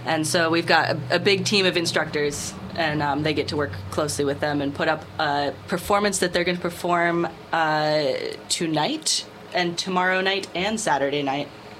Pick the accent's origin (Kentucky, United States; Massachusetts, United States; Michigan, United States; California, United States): Michigan, United States; Frankfort; I grew up in Frankfurt, went to the Frankfurt school system.